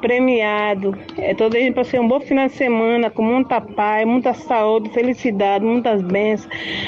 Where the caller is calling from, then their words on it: Nova Cruz, Rio Grande do Norte, Brazil; de Caíra, Nova Cruz.